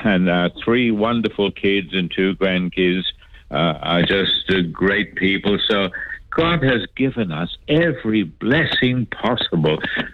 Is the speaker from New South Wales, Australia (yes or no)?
yes; New South Wales, Australia; born there; also born or lived in England; now in Marsden Park, Australia; we're here in Australia. 70 years ago, we migrated as a family to Australia from England, though I was born by accident of the war in Ireland.